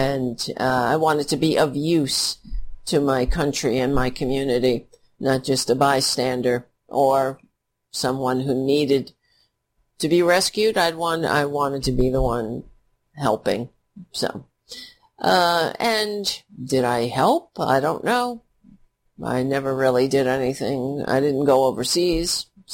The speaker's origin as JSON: {"language": "English", "town": "New York City", "region": "New York", "country": "United States", "tie": "born or raised there", "said": "I served this country in uniform after witnessing the towers fall in my hometown, and I felt like I needed to do something to help."}